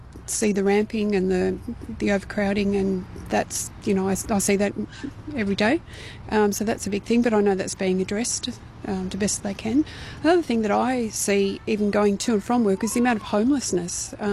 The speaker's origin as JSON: {"language": "English", "town": "Kewdale", "region": "Western Australia", "country": "Australia", "said": "We're from Kewdale."}